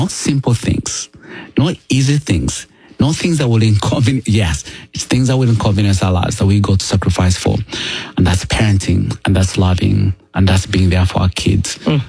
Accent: United States; me as an American now

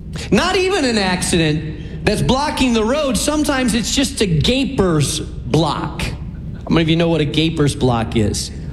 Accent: Chicago, Illinois, United States; I mean, we're from Chicago, so we've all experienced in the middle of a bad winter how your car gets stuck in an alley or in a parking space

